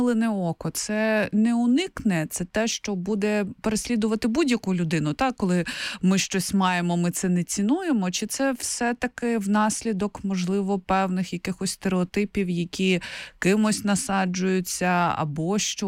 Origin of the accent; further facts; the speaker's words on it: Kyiv, Ukraine; я киянка, народилася і виросла тут